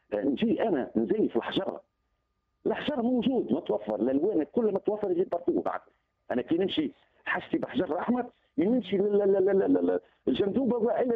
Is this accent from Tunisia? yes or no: yes; Tunisia; أنا كفنان تونسي ثاني مش خلي بصماتي كتونسي اللي عايش في القرن هذا